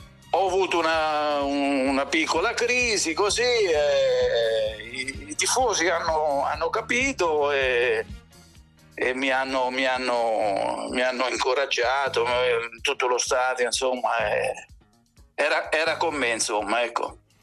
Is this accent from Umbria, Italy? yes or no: yes; Foligno, Umbria, Italy; sono stato 2 anni a giocare dalle mie parti qui a Foligno in C2, però io avevo 33 anni